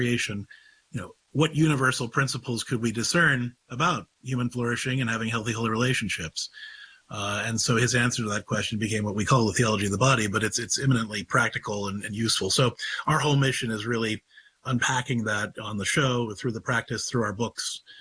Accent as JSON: {"language": "English", "town": "Clairton", "region": "Pennsylvania", "country": "United States", "tie": "born or raised there", "also_born_or_lived": "Ohio", "said": "I grew up in Clairton, Pennsylvania, which is the first place that The Deer Hunter was filmed. And then I lived like 10 miles down the road from Mango Junction, Ohio, which was the other place that Deer Hunter was filmed. And so it was very much Steel Town."}